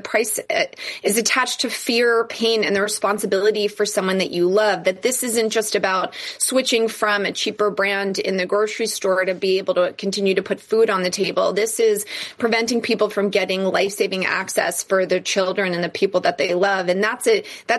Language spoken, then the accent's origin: English; United States